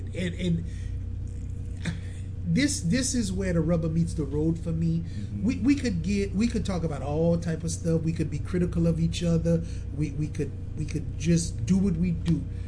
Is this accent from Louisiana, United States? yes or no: yes; Lafayette, Louisiana, United States; I'm from Lafayette. We don't grow sugar cane here.